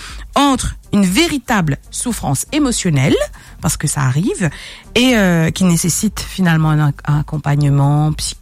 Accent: Mauritius; Ouais, chez nous, à Maurice, en tout cas.

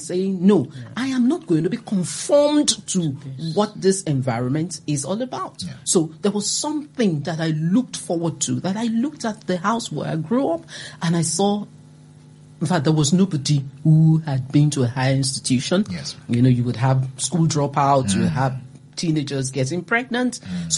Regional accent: Mushin, Lagos, Nigeria; I mean, I grew up in Mushin in Lagos.

